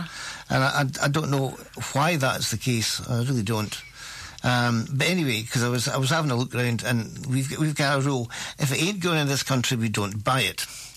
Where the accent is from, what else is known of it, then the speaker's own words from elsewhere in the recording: Scotland, United Kingdom; I'm from Bumford. She's from King Edward.